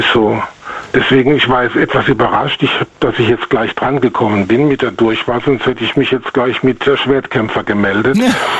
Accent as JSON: {"language": "German", "region": "Baden-Württemberg", "country": "Germany", "moved": "yes", "lives_now": "Bonn, Germany", "said": "Das ist ungefähr 50 Jahre her, bin ich aus dem Rhein-Neckar-Kreis nach Bonn gezogen"}